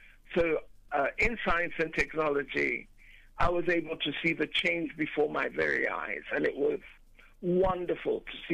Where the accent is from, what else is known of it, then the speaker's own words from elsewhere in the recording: South Africa; moved away as an adult; also born or lived in London / Botswana; having an awareness of my identity as a South African who was not living at home